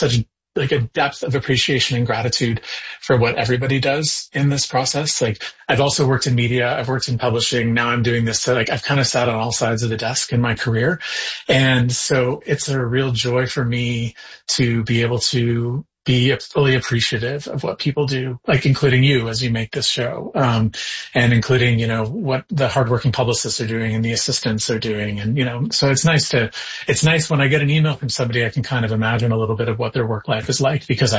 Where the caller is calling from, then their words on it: Cape Breton, Nova Scotia, Canada; I am calling you from Cape Breton today.